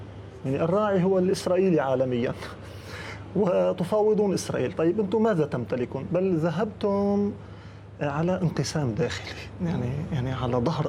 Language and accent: Arabic; Lebanon; يعني السؤال عندنا بلبنان غريب